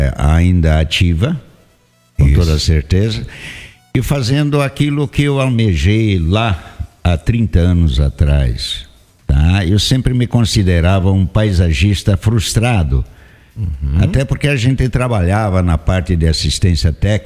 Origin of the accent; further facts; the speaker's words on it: Iporã, Paraná, Brazil; born there; moved away; E logo aqui em Iporã, onde era a minha terra, eu sempre quis voltar porque eu estive o resto do tempo fora.